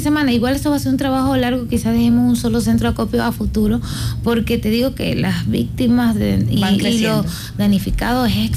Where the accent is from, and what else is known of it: Venezuela; moved away